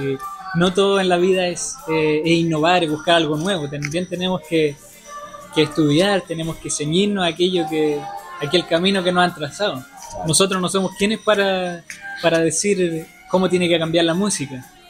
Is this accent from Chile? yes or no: yes; Quiriquina, Ñuble, Chile